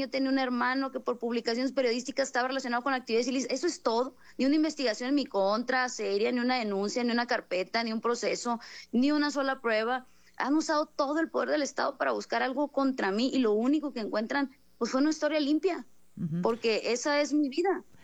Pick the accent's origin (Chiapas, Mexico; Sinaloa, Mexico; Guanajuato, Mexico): Sinaloa, Mexico; pues soy norteña, soy sinaloense, lo hago muy franco, muy directo